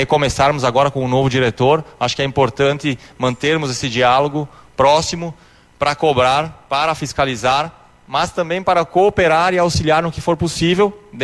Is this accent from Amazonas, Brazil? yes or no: no; Encantado, Rio Grande do Sul, Brazil